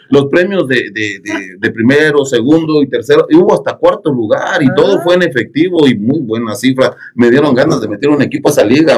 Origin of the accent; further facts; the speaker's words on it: Mexico; Lástima, lástima, porque sí necesitamos como mexicanos.